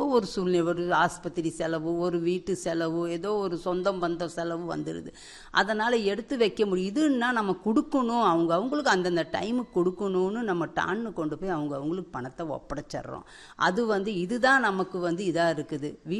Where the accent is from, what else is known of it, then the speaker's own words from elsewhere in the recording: Pollachi, Tamil Nadu, India; நாங்கள் பொள்ளாச்சி தான்.